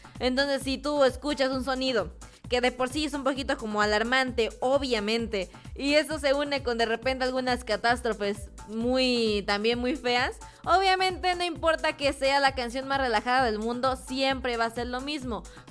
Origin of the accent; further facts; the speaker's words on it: Mexico; somos mexicanos